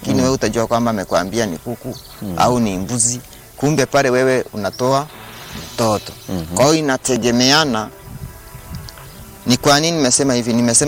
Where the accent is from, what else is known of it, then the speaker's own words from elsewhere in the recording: Tanzania; Sasa nilitoka hapa Tanzania nikaenda Nairobi. Fika pale Nairobi nikaenda kufanya kazi zangu.